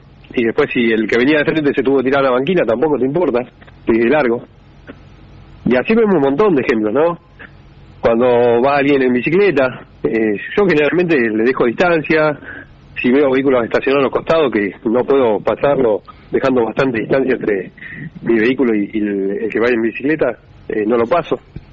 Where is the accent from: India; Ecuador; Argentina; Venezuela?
Argentina; now in Punta Alta, Argentina; Eso habla de la empatía que tenemos como argentinos, ¿no es cierto? Sabe pasar acá en Punta Alta